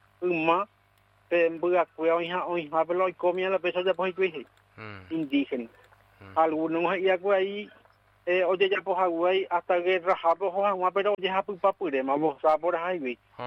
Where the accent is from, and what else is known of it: Coronel Oviedo, Caaguazú, Paraguay; now in Luque, Paraguay